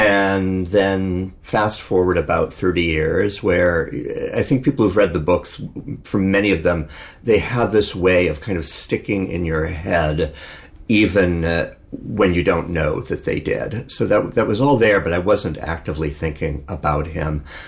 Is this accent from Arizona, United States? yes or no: yes; Phoenix, Arizona, United States; I grew up in Phoenix, Arizona